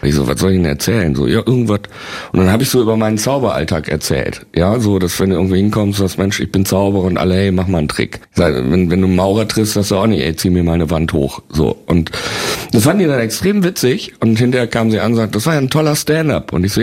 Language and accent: German; Bielefeld, North Rhine-Westphalia, Germany; Ich bin ja Bielefelder und da kennt, wenn du natürlich Lokalmatador bist, die kannten mich ja auch alle schon vor Star Search, ja.